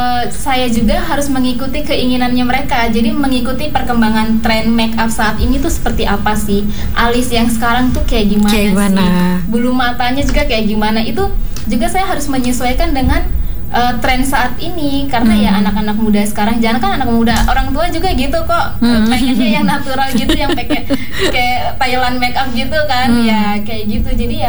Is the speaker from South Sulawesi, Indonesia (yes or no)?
no; Kobisonta, Maluku, Indonesia; now in Fakfak, Indonesia; saya kan dulu masih di sana tuh, masih di Kobisonta di kampung saya.